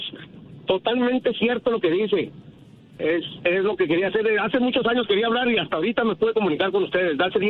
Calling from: Mexicali, Baja California, Mexico; De Mexicali, yo soy de acá, de Mexicali soy.

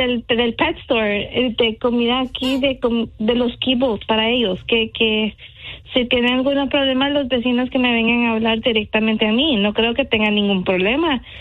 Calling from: Guatemala

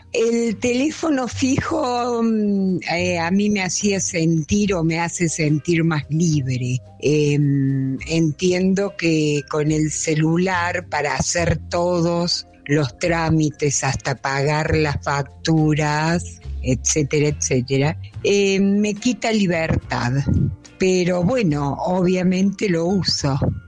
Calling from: Buenos Aires, Argentina; de Palermo.

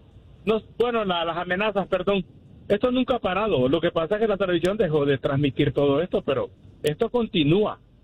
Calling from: Chicago, Illinois, United States; De Chicago, Illinois

